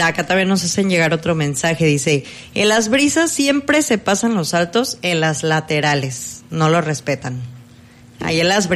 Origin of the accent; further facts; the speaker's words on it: Manzanillo, Colima, Mexico; Nosotros los que somos acá de Manzanillo